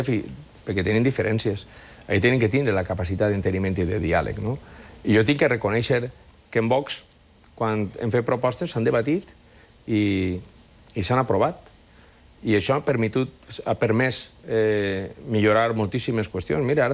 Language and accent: Catalan; Valencian Community, Spain; Jo, com a valencià, crec que tots els valencians són gent molt hospitalària, que són gent molt alegre